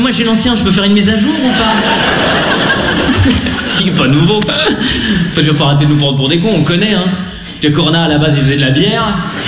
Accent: Lausanne, Vaud, Switzerland; Moi, je viens de Lausanne.

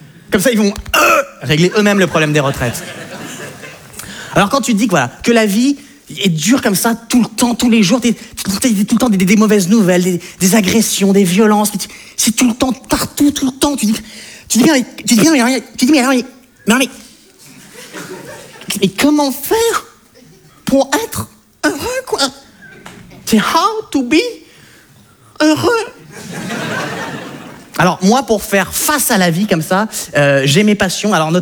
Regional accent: France; Moi ce qui est un petit peu de rigolo chez moi, c'est qu'en fait je suis français, mais j'ai des origines hollandaises, belges, françaises, mongoles, chinoises, turques et suédoises.

